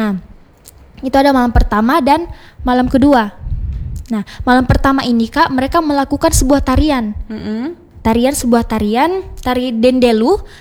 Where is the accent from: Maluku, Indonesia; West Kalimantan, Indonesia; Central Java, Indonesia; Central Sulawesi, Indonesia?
Central Sulawesi, Indonesia; saya ini, Kak, berasal dari suku Mori, Mobahono.